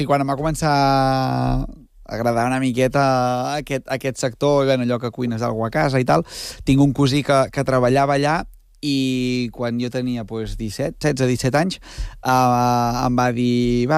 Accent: Santa Eulàlia de Riuprimer, Catalonia, Spain; jo soc de l'altra banda d'Osona. Soc de Santa Eulàlia, Riu Primer

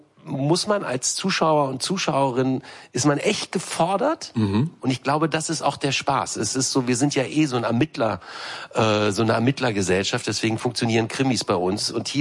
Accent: Düsseldorf, North Rhine-Westphalia, Germany; now in Berlin, Germany; Ich bin Düsseldorfer, ja. Mhm. Ich bin Wahlberliner, seit 90.

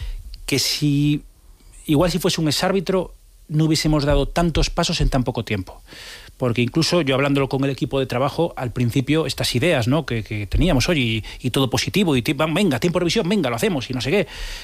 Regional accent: Vigo, Galicia, Spain; Si soy de Vigo...

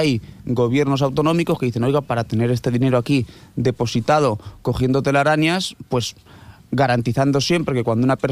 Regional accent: Castilla-La Mancha, Spain; como demócrata y como castellano manchego

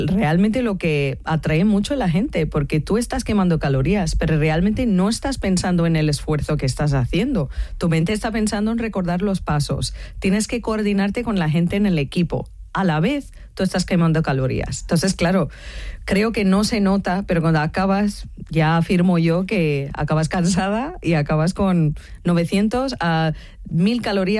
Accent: Chennai, Tamil Nadu, India; moved away as an adult; now in Spain; soy de Chennai, del sur de la India. Llevo 20 años en España.

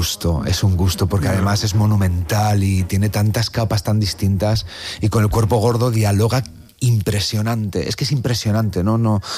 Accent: Valladolid, Castile and León, Spain

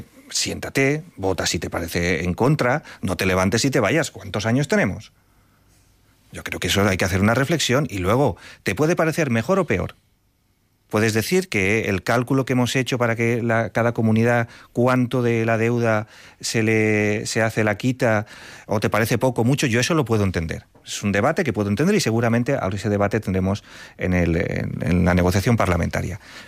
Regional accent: Valencia, Valencian Community, Spain; Bueno, yo es que, de verdad, yo soy de Valencia. He sido responsable de Hacienda en la Generalitat Valenciana

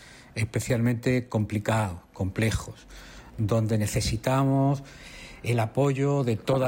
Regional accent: Spain; y eso es algo que como españoles debe llenarnos de orgullo y de satisfacción.

